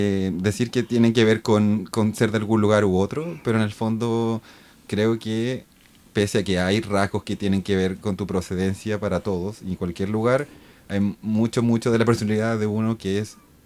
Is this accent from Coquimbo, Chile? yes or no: no; Santiago, Santiago Metropolitan Region, Chile; moved away as an adult; vengo de Santiago y he estado hace 2 años y medio acá.